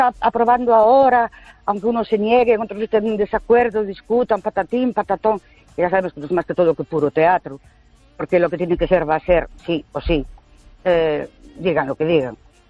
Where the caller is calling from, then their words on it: Ourense, Galicia, Spain; de Orense.